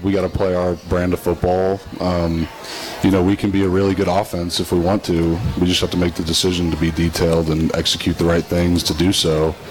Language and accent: English; Memphis, Tennessee, United States; now in Oxford, United States; I'm from Memphis.